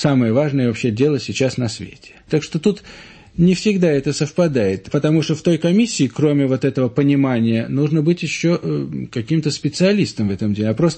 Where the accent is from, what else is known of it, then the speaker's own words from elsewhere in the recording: Leningrad, Saint Petersburg, Russia; also born or lived in Crimea; правда, родился в Крыму, но в молодом возрасте приехал в Ленинград. И так что, конечно, действительно, я ленинградец и не мыслю себя совершенно в другом городе.